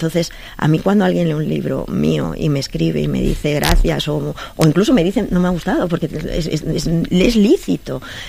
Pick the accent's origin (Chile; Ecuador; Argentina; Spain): Spain; San Sebastián, Basque Country; porque soy de Donostiarra